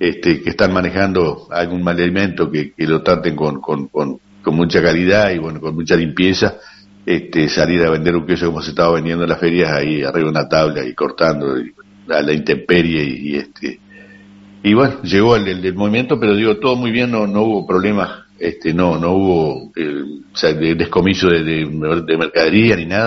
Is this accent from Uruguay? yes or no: yes; Uruguay; somos uruguayos